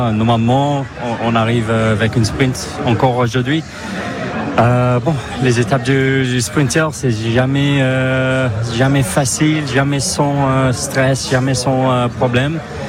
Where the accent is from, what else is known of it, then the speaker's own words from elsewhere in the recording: England, United Kingdom; French is a second language; je suis anglais